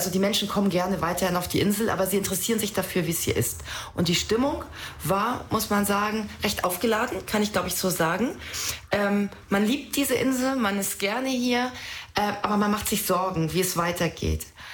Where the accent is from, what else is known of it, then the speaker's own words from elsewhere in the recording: Schleswig-Holstein, Germany; ich bin Holsteiner Dern